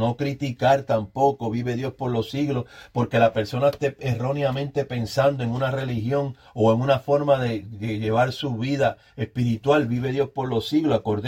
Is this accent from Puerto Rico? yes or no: yes; Puerto Rico; O sea que no es porque yo soy puertorriqueño, voy solamente a los míos